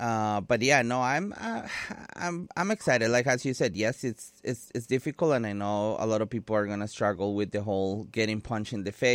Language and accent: English; Colombia; English is a second language; now in London, United Kingdom; London opened the doors for me when I came from Colombia.